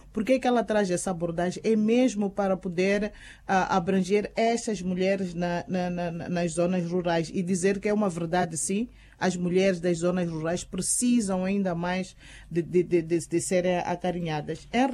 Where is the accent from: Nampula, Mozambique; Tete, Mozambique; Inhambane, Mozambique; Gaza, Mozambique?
Gaza, Mozambique; Chidenguele; born there; Xidenguel é onde eu nasci